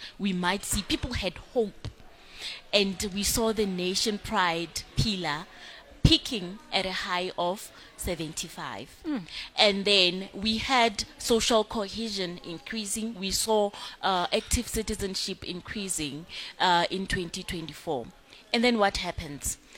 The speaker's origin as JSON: {"language": "English", "country": "South Africa", "said": "I don't even identify as a South African first"}